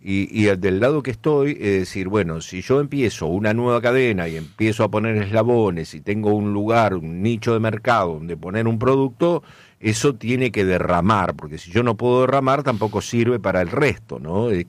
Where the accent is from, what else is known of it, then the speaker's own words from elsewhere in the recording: Santa Fe, Argentina; Me parece que ahí está el juego que tenemos que tener como santafesino y como empresario.